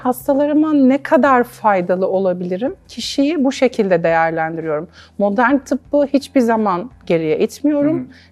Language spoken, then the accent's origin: Turkish; Antalya, Turkey; born there; 1983 Antalya doğumluyum.